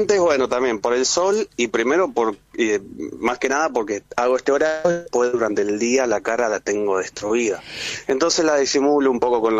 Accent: Rosario, Santa Fe, Argentina; now in El Bolsón, Argentina; Yo originariamente soy de Rosario, de la ciudad de Rosario, pero hace ya unos años estoy viviendo en Bolsón.

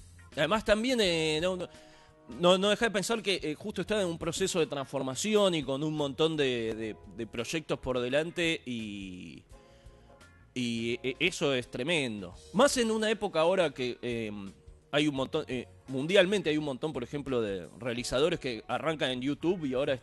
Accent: Paraguay; also born or lived in Argentina

